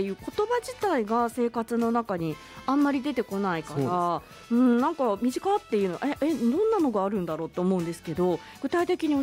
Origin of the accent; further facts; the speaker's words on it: Hokkaido, Japan; 私たちの北海道の暮らしにはもう欠かせない、